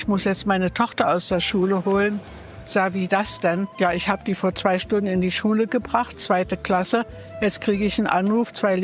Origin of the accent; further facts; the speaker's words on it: Schleswig, Schleswig-Holstein, Germany; Ich bin aus Schleswig, fahre mit dem Fahrrad in die Stadt, stell mein Fahrrad an die Wand und gehe.